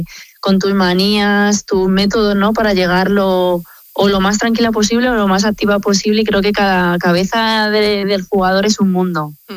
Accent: Community of Madrid, Spain; no soy de Cienpozuelo, pero al final sigue siendo Madrid y sigo siendo madrileña

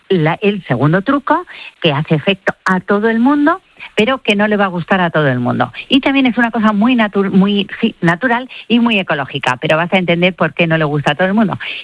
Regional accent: Spain; que para eso somos españoles y vamos a tirar a nuestra tierra.

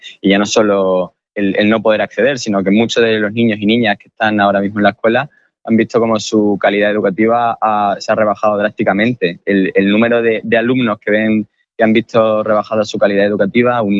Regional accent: Spain; la propia naturaleza como españoles que tenemos

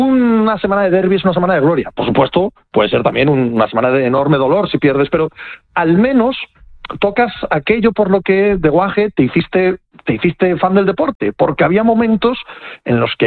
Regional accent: Cangas del Narcea, Asturias, Spain; now in Madrid, Spain; De la Cangas, mala, o sea, especifica. Claro, la pequeña, la desconocida, la fea, la pobre, la minera.

